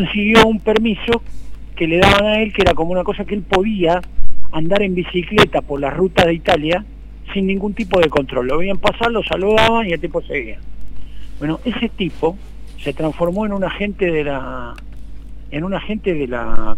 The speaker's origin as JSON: {"language": "Spanish", "country": "Spain", "said": "Esto es toda una estupidez que no es representativa de lo que somos los españoles con respecto a los argentinos."}